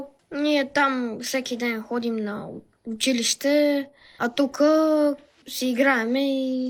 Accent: Sofia, Sofia City, Bulgaria; Да. От София сме и идваме тук цяло лято.

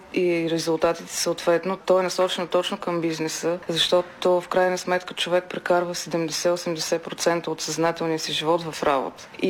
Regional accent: Plovdiv, Plovdiv Province, Bulgaria; аз съм от Пловдив

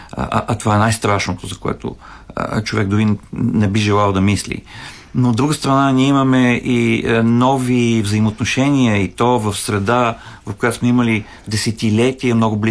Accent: Sofia, Sofia City, Bulgaria; говоря вече като софиянец

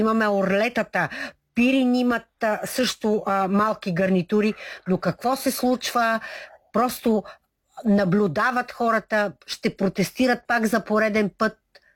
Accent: Simitli, Blagoevgrad Province, Bulgaria; тъй като сте от Симитли и аз съм от Симитли

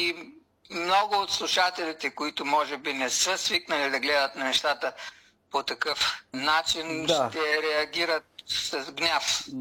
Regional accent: Northeastern Bulgaria, Bulgaria; Аз съм израснал в Североизточна България, където, както всички знаят, има така голямо турско население и аз съм израснал с турчета заедно.

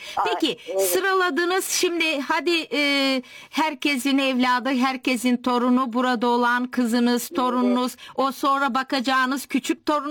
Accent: Silistra Province, Bulgaria; Eskiden yani sizin köyünüz benim köyüm gibi Silistra'ya bağlı.

